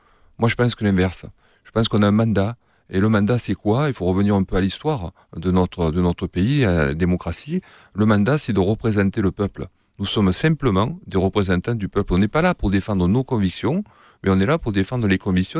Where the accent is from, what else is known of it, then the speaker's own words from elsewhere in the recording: Provence-Alpes-Côte d'Azur, France; accent: Var; Je suis attaché au Var parce que mon accent le démontre, déjà. On va dire, il n'est pas commun.